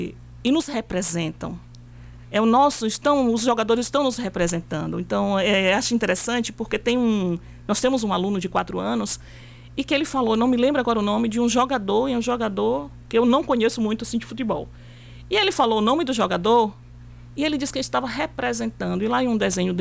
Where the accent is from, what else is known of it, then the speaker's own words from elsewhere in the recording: Tapiramutá, Bahia, Brazil; Eu sou brasileiro, eu sou tapiramutense. Então eu faço parte.